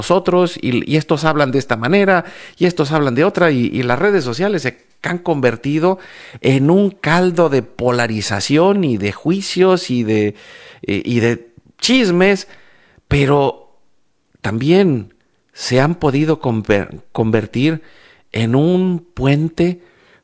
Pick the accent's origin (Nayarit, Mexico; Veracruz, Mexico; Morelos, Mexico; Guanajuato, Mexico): Veracruz, Mexico; born or raised there; also born or lived in Yucatán